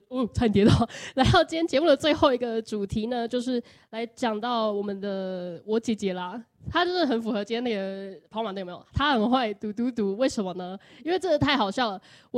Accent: Hsinchu, Taiwan; 因为我不是住在南部的嘛，我是新竹人

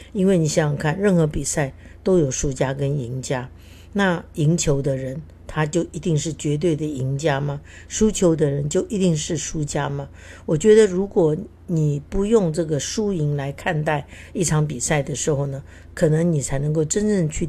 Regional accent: Keelung, Taiwan; also born or lived in Taipei; 一个在基隆长大的一个小不拉几的一个孩子能够到台北来念书，

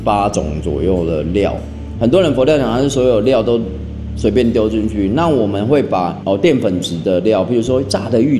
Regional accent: southern Taiwan, Taiwan; 因为我们是南部人，

